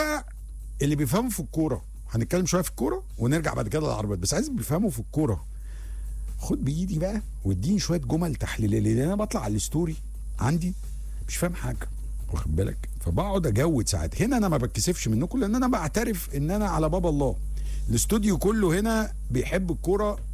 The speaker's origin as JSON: {"language": "Arabic", "country": "Egypt", "said": "بس انا كمصري بتفرج على فريق مخلي العالم."}